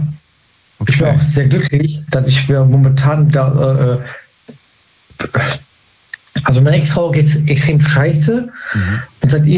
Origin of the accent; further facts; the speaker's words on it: Solingen, North Rhine-Westphalia, Germany; Ich komme aus Solingen, grüß dich.